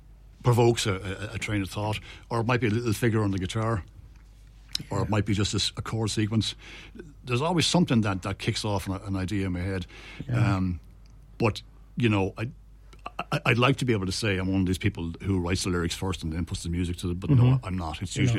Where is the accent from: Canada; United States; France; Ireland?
Ireland; Galway, Connacht; also born or lived in Dublin; I always say I'm from Galway, Paul, because I was down about six, I think, when we moved.